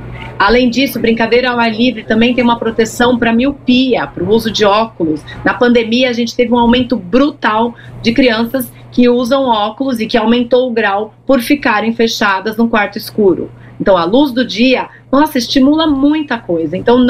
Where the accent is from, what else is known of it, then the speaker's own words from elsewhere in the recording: Brazil; A gente aqui, como brasileiro